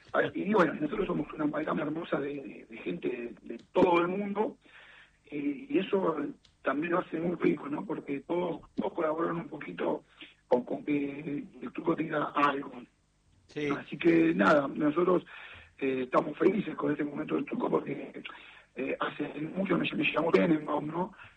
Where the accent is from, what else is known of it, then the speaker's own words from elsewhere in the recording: Argentina; porque somos muy argentinos, como nosotros lo adoptamos.